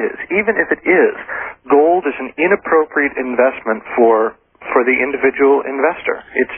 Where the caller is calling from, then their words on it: Ofterschwang, Bavaria, Germany; From Aufteschwang in Germany, which is very near the Austrian border.